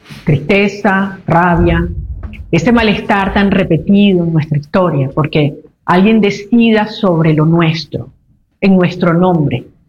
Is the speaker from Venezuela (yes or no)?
yes; Venezuela